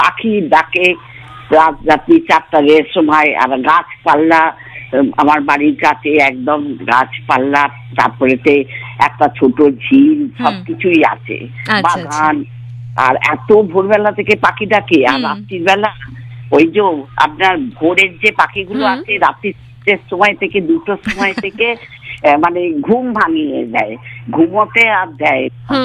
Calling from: West Bengal, India; আমি দামকুমি ছোয়ানিপাড়া থেকে

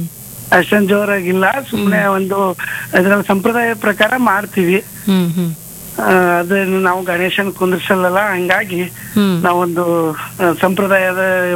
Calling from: Karnataka, India; ಆಟಿ ನಗರದಿಂದ ಮಾಡ್ತಿದ್ದೀವಿ ಮೇಡಮ್.

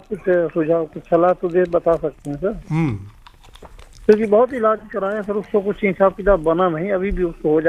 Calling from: Delhi, India; मैं दृष्टिबाधित यानी कि ब्लाइंड व्यक्ति … बोल रहा हूँ, दिल्ली से।

